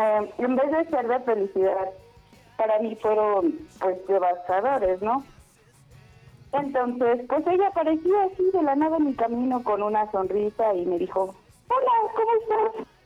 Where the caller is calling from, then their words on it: Melchor Ocampo, State of Mexico, Mexico; En el Estado de México, no. En un municipio que se llama Melchor Ocampo. En un pueblito que se llama Visitación.